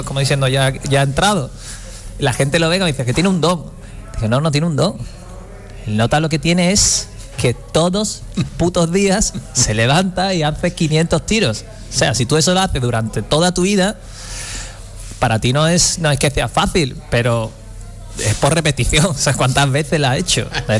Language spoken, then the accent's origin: Spanish; Cádiz, Andalusia, Spain; le dije que soy de Cádiz.